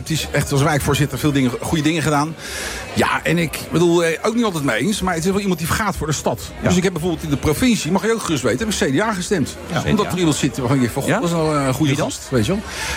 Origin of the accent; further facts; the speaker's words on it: The Hague, South Holland, Netherlands; Dat is mijn USP, hè, de Haag.